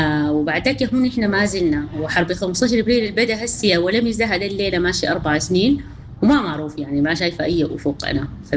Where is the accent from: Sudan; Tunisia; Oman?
Sudan; لنا نحن كشعب سوداني